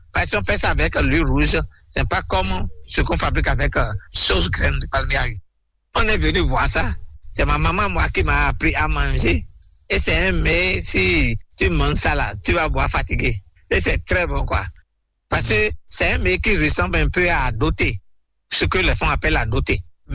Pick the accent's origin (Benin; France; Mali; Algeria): Benin; je suis d'Agonli, mais je suis né à Pouvet.